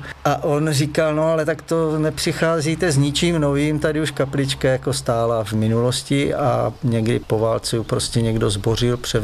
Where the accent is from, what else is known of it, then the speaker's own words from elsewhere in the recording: Žádlovice, Olomouc Region, Czechia; now in Loštice, Czech Republic; Jako dítě jsem bydlel v Žadlovicích